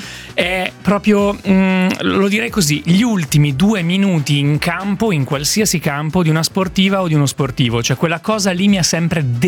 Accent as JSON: {"language": "Italian", "town": "Brescia", "region": "Lombardy", "country": "Italy", "said": "io poi da bresciano ero allo stadio a vedere il Brescia in trasferta"}